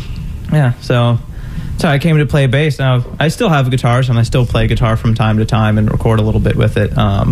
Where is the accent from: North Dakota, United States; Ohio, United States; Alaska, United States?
Ohio, United States; now in Florida, United States; And then I'm from Ohio. So when I moved down to Florida